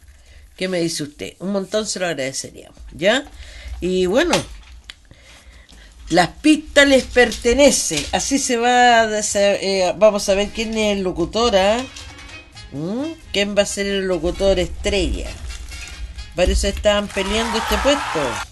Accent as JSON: {"language": "Spanish", "country": "Chile", "said": "Siempre chilenos somos así. Si no somos nada japoneses, somos chilenos nomás medio desordenados"}